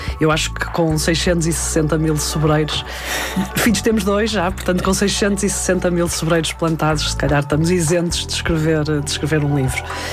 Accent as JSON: {"language": "Portuguese", "region": "North", "country": "Portugal", "said": "sendo eu nortenha, até poderia ter feito mais sentido este projeto que eu hoje tenho ter sido pensado para a região do Douro ou para a região dos Vinhos Verdes"}